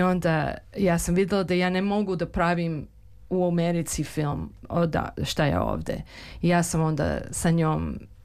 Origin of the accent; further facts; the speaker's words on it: Serbia; ja nisam Romkinja, ja sam Srpkinja